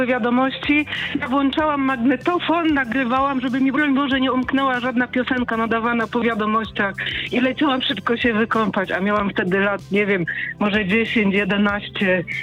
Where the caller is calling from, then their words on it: Mikołów, Silesian Voivodeship, Poland; z Mikołowa na Górnym Śląsku.